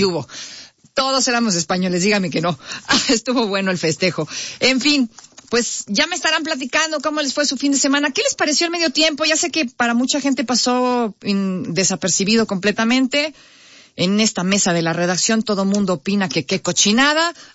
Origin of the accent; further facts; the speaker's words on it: Mexico; Somos maravillosos los mexicanos.